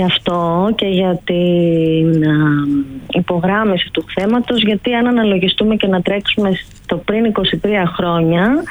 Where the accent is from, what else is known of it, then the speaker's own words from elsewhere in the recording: Athens, Attica, Greece; born there; γενικότερα δεν μπορώ να σας πω ότι μου άρεσε ιδιαίτερα η Αθήνα ποτέ, παρότι γεννή